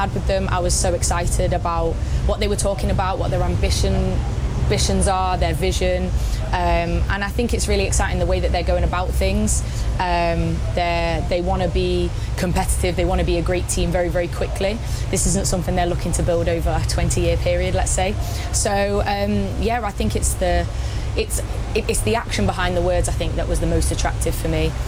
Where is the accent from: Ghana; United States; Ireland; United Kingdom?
United Kingdom; England; moved away; Obviously, I'm English